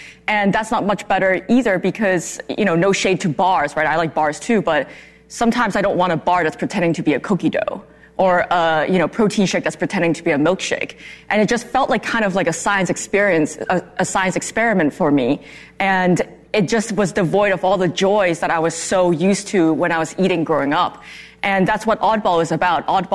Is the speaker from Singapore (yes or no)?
yes; Singapore; moved away as an adult; now in United States; I didn't grow up in the U.S. I grew up in Singapore, where we snack on real fruits. So when I came here for college